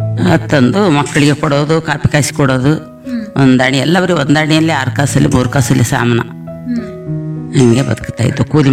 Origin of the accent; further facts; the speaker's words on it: Nagarahole, Karnataka, India; ನಮ್ದು ಊರು ನಾಗರಹೊಳೆ ಗೋಣಿಗದ್ದೆ, ನಮ್ಮ ಊರು ಫಾರೆಸ್ಟ್ ಒಳಗಡೆ.